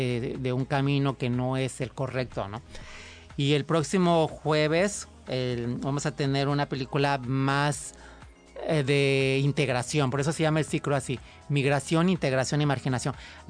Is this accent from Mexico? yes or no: yes; Mexico; nosotros como mexicanos, pues nos sentimos muy a gusto cuando hablamos de mole y de aztecas y de mayas.